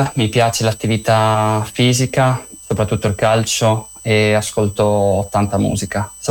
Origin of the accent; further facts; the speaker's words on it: Friuli-Venezia Giulia, Italy; Vengo da Jelo del Friuli.